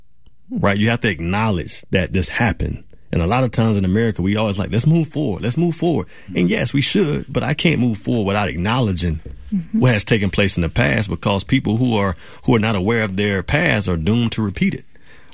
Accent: Newberry, South Carolina, United States; So I had to like remind myself of where I grew up in Newberry, South Carolina.

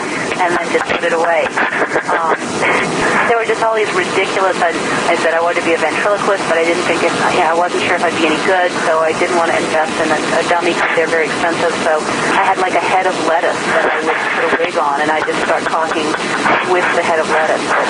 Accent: New Orleans, Louisiana, United States; moved away; You know, I was born and raised in New Orleans.

